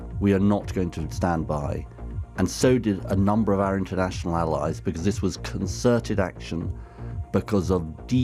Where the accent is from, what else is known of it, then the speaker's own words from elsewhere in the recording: United Kingdom; Well, I speak, Justin, as a British Jew